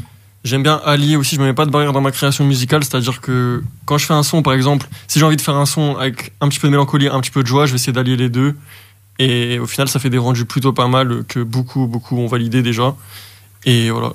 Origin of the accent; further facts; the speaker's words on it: Brest, Brittany, France; artiste de 26 ans, je suis originaire de Brest.